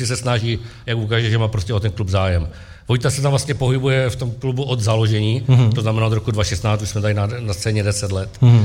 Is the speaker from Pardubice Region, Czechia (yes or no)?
no; Opava, Moravian-Silesian Region, Czechia; Já už to mám kousek tady, já jsem z Opavy.